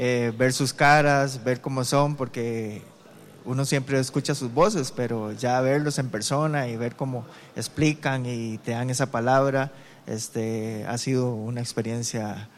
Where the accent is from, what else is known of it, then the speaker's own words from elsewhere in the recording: San Rafael de Alajuela, Alajuela, Costa Rica; vengo de San Rafael de Alajuela.